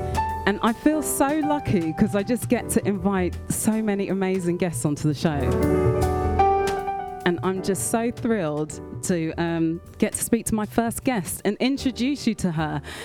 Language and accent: English; United Kingdom; born and raised in Britain